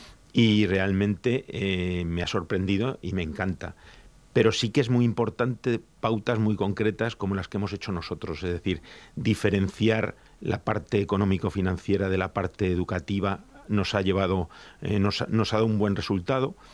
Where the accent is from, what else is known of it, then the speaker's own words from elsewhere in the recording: Madrid, Community of Madrid, Spain; yo no soy de extremeño, yo soy de Madrid